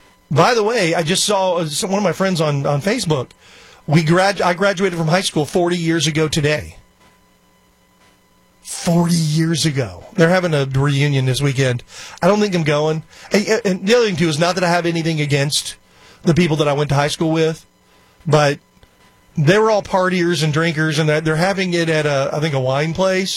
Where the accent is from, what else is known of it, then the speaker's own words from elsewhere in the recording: Houston, Texas, United States; the high school I graduated from is Kingwood High School. As you guys know, I was born and raised here in Houston.